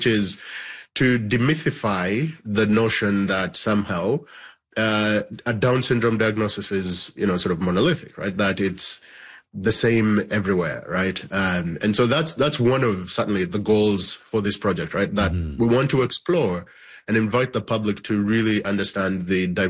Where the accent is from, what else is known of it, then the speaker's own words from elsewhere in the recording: Uganda; now in Canada; So I was born and raised in Uganda. I'm a Ugandan Canadian now. And it's very true, that back home in Uganda, we don't have